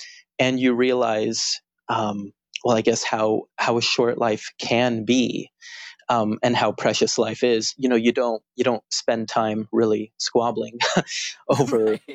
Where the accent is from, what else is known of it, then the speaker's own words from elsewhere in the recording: San Diego, California, United States; moved away as an adult; also born or lived in San Francisco / Orange County; now in Nashville, United States; I was born in San Francisco, and I spent most of my life in San Diego, California.